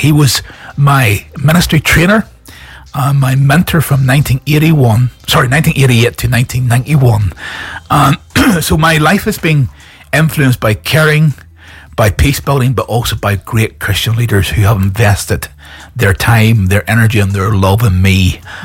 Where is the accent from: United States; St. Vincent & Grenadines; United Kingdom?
United Kingdom; Northern Ireland; I am from Northern Ireland